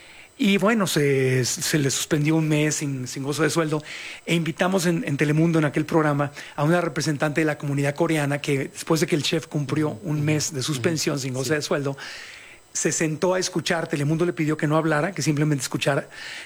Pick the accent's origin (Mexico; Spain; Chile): Mexico; Tijuana, Baja California; moved away as an adult; also born or lived in United States; yo que viví 20 años en Estados Unidos, yo no crecí en Estados Unidos, nací en Tijuana y yo no tenía papeles de niño para cruzar. Entonces yo no, ni fui a la escuela, mi cultura es mexicana, de frontera, pero mexicano.